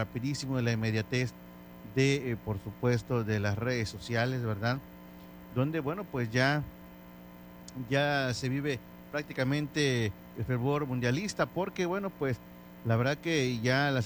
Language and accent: Spanish; Mexico; cuando son eventos de unirnos como mexicanos